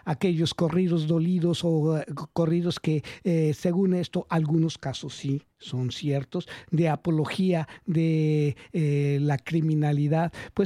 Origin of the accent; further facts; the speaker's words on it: Mexico City, Mexico; siendo yo un capitalino de la ciudad capital, de la Ciudad de México, cuando llegué por allá es otro tipo de música